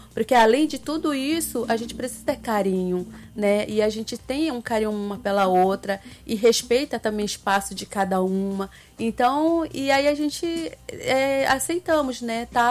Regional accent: Brazil; first language Ticuna; a minha língua materna, que é a língua Ticuna. Então eu trago também representando todos os povos indígenas no Brasil

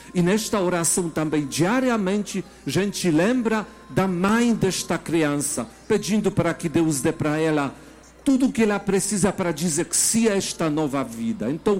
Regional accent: Poland; accent: Polish; Portuguese is a second language; moved away; Eu sou polonês, por isso este sotaque diferente.

